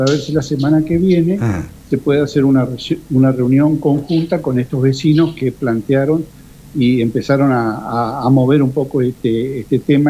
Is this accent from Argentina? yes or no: yes; Reconquista, Santa Fe, Argentina; Y yo de acá de Reconquista soy de Platense.